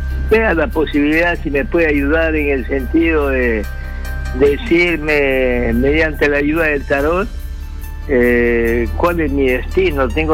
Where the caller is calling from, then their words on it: Cartavio, La Libertad, Peru; De Cartavio